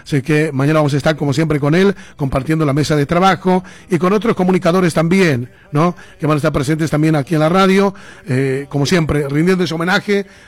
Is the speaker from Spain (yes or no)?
no; Bolivia; now in Argentina; como boliviano, se siente también, en este caso, muy sumergido a lo que es, ¿no? Esa patria querida que extrañamos mucho